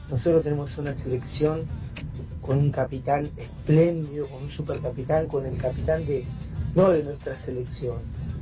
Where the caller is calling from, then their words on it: Moreno, Buenos Aires Province, Argentina; acá de Moreno.